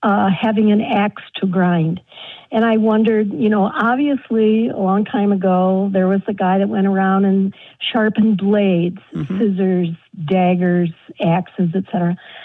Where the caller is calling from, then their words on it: Grand Rapids, Ohio, United States; I'm calling from Grand Rapids, Ohio. It's just a small community southwest of Toledo, Ohio.